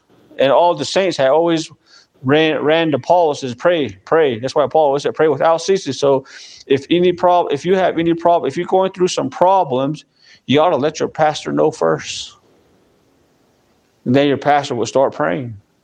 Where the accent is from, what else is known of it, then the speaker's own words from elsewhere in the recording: United States; I'm an American. I thank God I'm American.